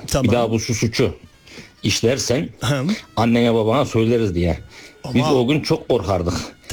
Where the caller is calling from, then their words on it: Kırşehir, Turkey; Ben 1968 doğumluyum. Kırşehir'den